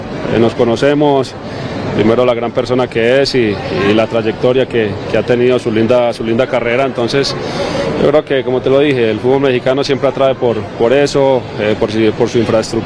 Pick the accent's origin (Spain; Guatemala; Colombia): Colombia; yo creo que estuve otra vez 2 años en mi país, en el club que me dio a conocer como Atlético Nacional, donde aproveché esa oportunidad, disfruté esos 2 años en mi club, y sabes que Colombia también contamos con varias ciudades que tienen altura